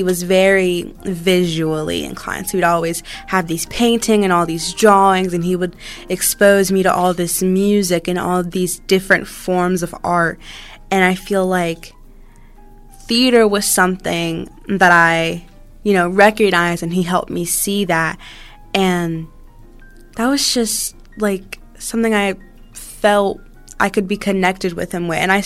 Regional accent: Virginia, United States; born or raised there

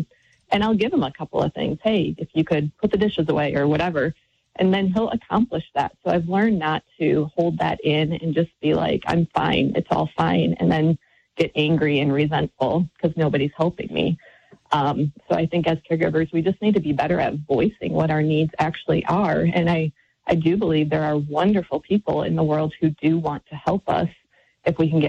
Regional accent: Michigan, United States; And that was the reason we actually moved back to Michigan, my home state, is because it was our understanding that there were more housing options here.

